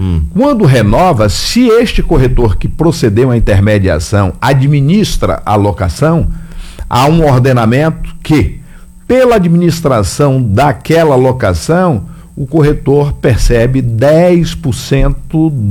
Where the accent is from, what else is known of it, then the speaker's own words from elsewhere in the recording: Rui Barbosa, Bahia, Brazil; now in Salvador, Brazil; Rui Barbosa, minha cidade natal